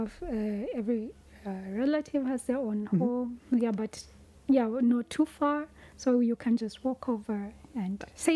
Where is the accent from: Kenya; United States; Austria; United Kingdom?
Kenya; Western